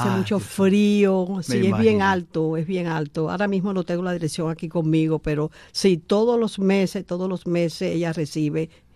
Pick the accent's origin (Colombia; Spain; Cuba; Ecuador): Cuba; now in United States; Yo soy cubana, llevo aquí 54 años, pero no me olvido de donde Dios me trajo en el año 71.